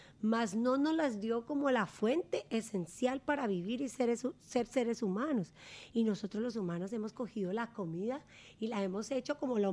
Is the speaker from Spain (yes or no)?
no; Colombia; Yo soy colombiana, a mí me encantaba bailar, crecimos bailando en mi casa